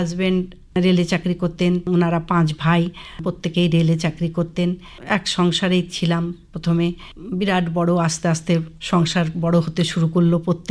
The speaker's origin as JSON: {"language": "Bangla", "town": "Kharagpur", "region": "West Bengal", "country": "India", "tie": "born there", "said": "আমার জন্ম মেদিনীপুর জেলার খড়গপুর শহরে, বাবা রেলওয়ে চাকরি করতেন, রেল কোয়ার্টারেই আমার জন্ম।"}